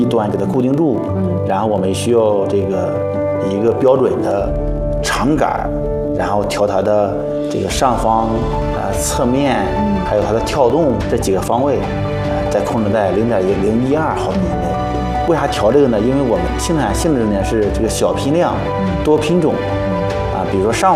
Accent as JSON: {"language": "Chinese", "country": "China", "said": "作为中国人，作为这个我们仪器人红旗人"}